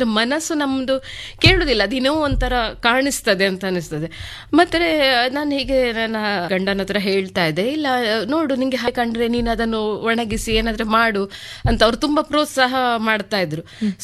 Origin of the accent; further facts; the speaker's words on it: Saligrama, Karnataka, India; born there; moved away as an adult; also born or lived in Sagara / Udupi / Mangalore / Sharjah, UAE; ನಾನು ಆಕ್ಚುಲಿ ಹುಟ್ಟಿ ಬೆಳೆದಿದ್ದು ಸಾಲಿಗ್ರಾಮ, ಕೋಟ, ಉಡುಪಿ ಜಿಲ್ಲೆ ಬರ್ತದೆ.